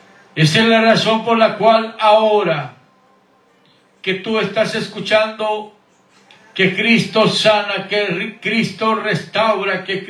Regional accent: Guatemala; now in Houston, United States; aunque vivo aquí en Estados Unidos, en Houston, Texas, por ya 30 años, soy nacido en Guatemala, la República de Guatemala

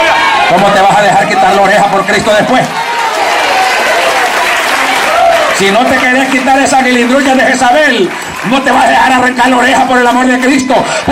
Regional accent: El Salvador; allá sale que … que soy del Salvador.

